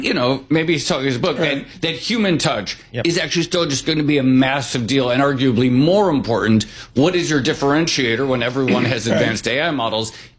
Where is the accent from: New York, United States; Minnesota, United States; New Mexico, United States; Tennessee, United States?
New York, United States; Obviously, I have the Texas side of my family, but I'm a New Yorker. I've lived here.